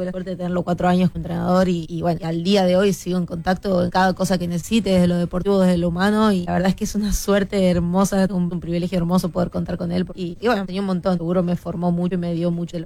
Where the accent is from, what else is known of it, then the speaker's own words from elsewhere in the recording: Tucumán, Argentina; Soy tucumana, pero no fanaticé nunca ni por San Martín ni por Atlético